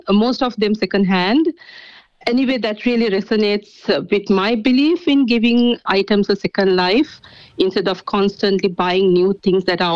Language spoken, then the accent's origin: English; Sri Lanka; moved away as an adult; now in New Zealand; So I'm originally from Sri Lanka, and we migrated to New Zealand in mid-2023.